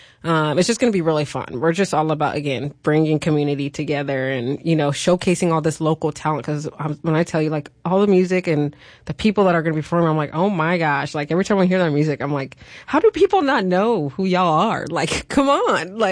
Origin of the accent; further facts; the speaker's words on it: California, United States; I grew up in California.